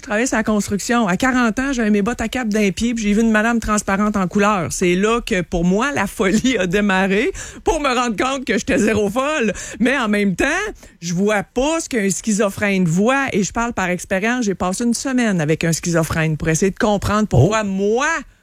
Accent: Quebec City, Quebec, Canada; Non, du région de Québec. J'ai grandi à Sainte-Foy. Okay, j'ai été aux États-Unis un petit peu aussi.

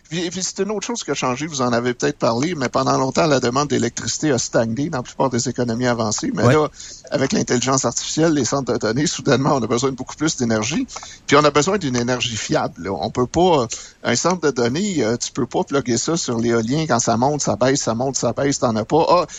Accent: Quebec, Canada; Ça nous définit en tant que Québécois.

